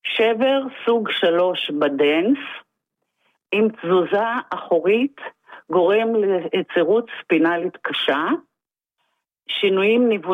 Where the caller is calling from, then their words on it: Tel Aviv, Tel Aviv District, Israel; אני מתל אביב